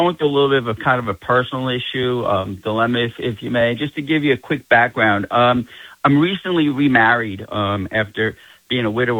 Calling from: New York City, New York, United States; I'm calling from Queens, Corona, Queens.

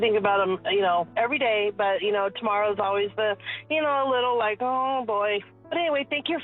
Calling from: Norwalk, Connecticut, United States; I'm calling from Norwalk.

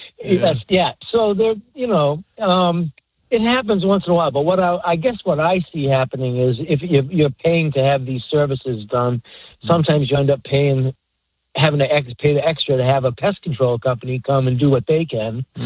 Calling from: Northeast, United States; I live in the Northeast

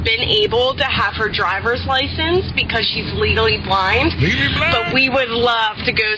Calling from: North Hills, Pennsylvania, United States; I'm from North Hills

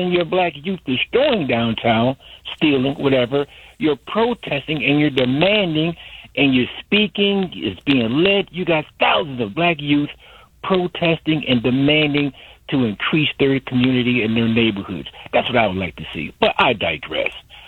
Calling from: Connecticut, United States; I'm calling from Connecticut now

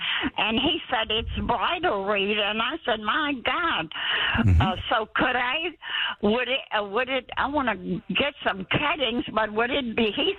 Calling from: Victoria, Texas, United States

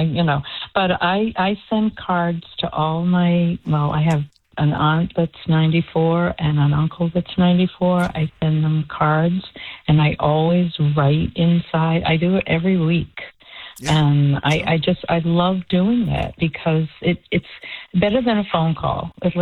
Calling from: Boca Raton, Florida, United States; I'm from Boca, but yeah, I'm from here.

